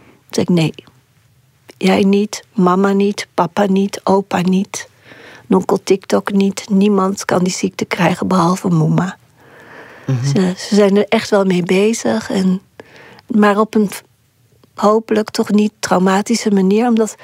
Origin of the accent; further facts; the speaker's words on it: Surabaya, East Java, Indonesia; moved away; waar we gewoond hebben, heeft ze gevonden in Surabaya. Het Chinese ziekenhuis waar ik ben geboren heeft ze gevonden.